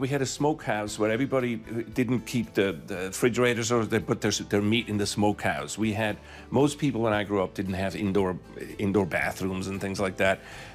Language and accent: English; Lucerne, Switzerland; I'm from Switzerland, from the central part of Switzerland, from the canton of Lucerne.